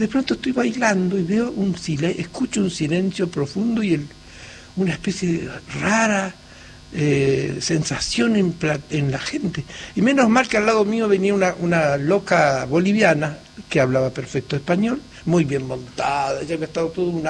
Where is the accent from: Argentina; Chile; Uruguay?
Argentina; Ingeniero Jacobacci, Río Negro; born or raised there; also born or lived in San Antonio